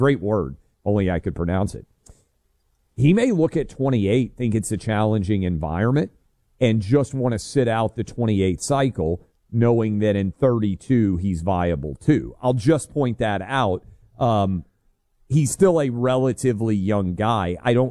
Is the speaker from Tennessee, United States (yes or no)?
yes; Tennessee, United States; You can play in Arizona, Colorado, Illinois, Indiana, Michigan, New Jersey, Ohio, Virginia, my home state of Tennessee, and Florida.